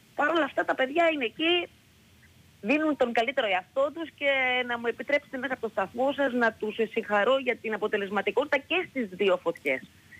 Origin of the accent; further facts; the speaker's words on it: Arkasa, South Aegean, Greece; εδώ στο χωριό μου στην Αρκάσα